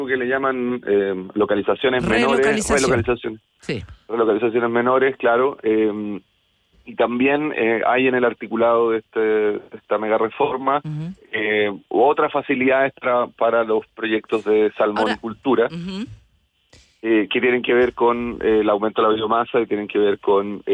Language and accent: Spanish; Chile; creo que como cualquier chileno